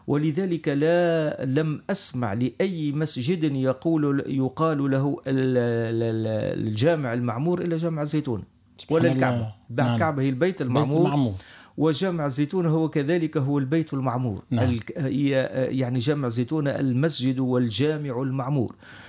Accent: Tunisia; احنا تولدنا في البلاد هذه وانشأنا فيها وقرينا فيها وعملنا أصحاب فيها

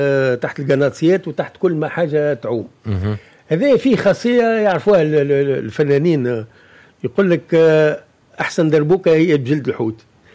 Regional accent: Mahdia Governorate, Tunisia; احنا شولا عندنا في الساحل في المهدية راتشولا، ولا تشولا زاد يقولوا راتشولا

